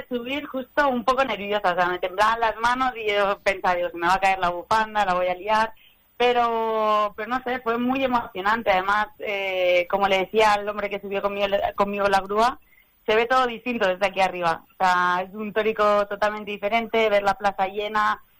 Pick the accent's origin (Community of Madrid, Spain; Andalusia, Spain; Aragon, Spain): Aragon, Spain; Teruel; moved away; also born or lived in United States; siempre presumo de ser de donde soy, presumo de la ciudad de Teruel. Presumo de mi pueblo